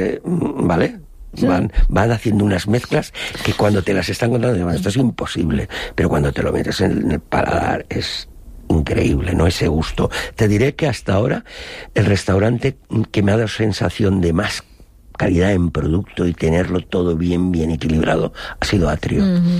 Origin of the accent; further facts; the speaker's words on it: Monóvar, Valencian Community, Spain; cuando yo dije, soy de Monóvar, tal, ¿conoces el fondillo?